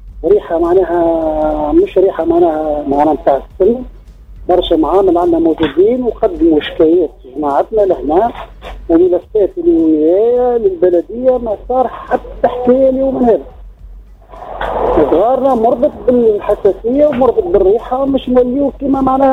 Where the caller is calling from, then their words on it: Tunisia; معنا هنا في الغرابه